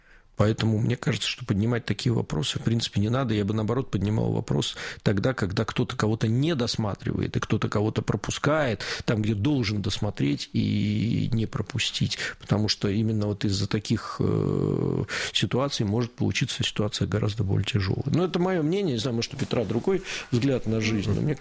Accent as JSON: {"language": "Russian", "region": "Saint Petersburg", "country": "Russia", "said": "Я сам из Петербурга, как вы знаете."}